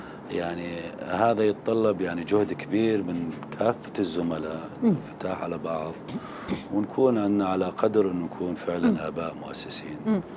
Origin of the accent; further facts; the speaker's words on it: Syria; القوانين والمرونة اللي نكون نقبل فيها بعضنا كسوريين